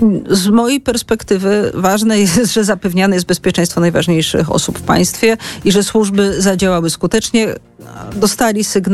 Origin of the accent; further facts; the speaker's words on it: Kraków, Lesser Poland, Poland; z Krakowa.